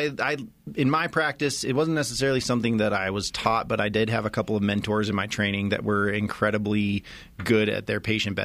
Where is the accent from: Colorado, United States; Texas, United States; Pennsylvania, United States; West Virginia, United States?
Colorado, United States; Boulder; also born or lived in Chicago / Massachusetts; I am a Colorado native, grew up in Boulder. I went to college in Denver at Regis University, played baseball there, and then did my college and med school here in Colorado.